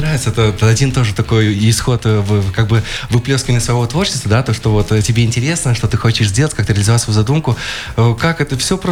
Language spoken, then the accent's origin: Russian; Babruysk, Mogilev Region, Belarus; я сам вырос в Бобруйске.